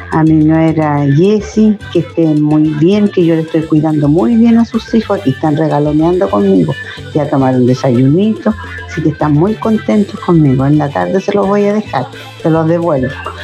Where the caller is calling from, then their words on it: Araquete, Biobío, Chile; del Araquete. Estoy con mis nietos aquí de San Pedro